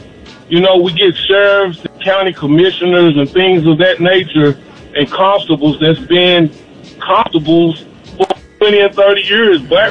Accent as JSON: {"language": "English", "town": "McKinney", "region": "Texas", "country": "United States", "lives_now": "Douglasville, United States", "said": "I'm from McKinney, Texas, but I live in Douglasville, Georgia."}